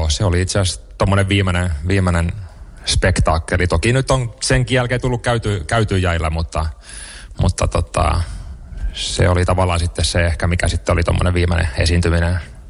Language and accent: Finnish; Rauma, Satakunta, Finland; moved away as an adult; now in Oulu, Finland; Rauman Lukon junnuihin aikoinaan menin. Olisinko 7-vuotias ollut silloin